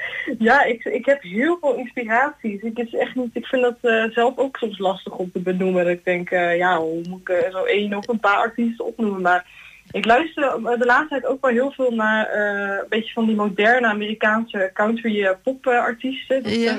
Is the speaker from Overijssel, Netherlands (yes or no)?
yes; Deventer, Overijssel, Netherlands; ik kom uit Deventer.